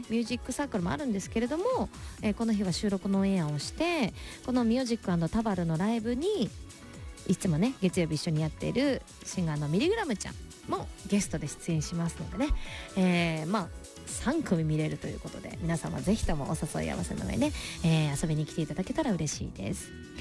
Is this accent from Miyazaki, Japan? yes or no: yes; Hyuga, Miyazaki, Japan; 私の地元宮崎県日向、市にございます